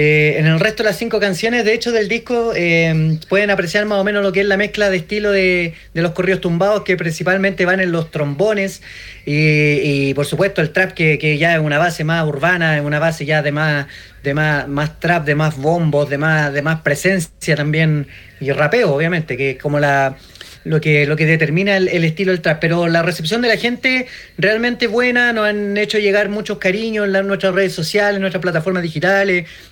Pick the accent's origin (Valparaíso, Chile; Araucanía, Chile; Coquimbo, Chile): Araucanía, Chile; now in Santiago, Chile; somos oriundos de la comuna de Temuco y de Villarrica. Ambos vocalistas dueños del proyecto somos del sur de Chile. Y estamos radicados en Santiago.